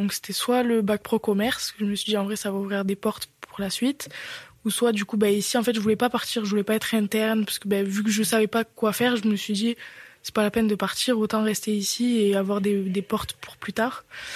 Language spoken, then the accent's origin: French; Montauban, Occitanie, France; born there; je suis née à Montauban et j'habite à Quéus.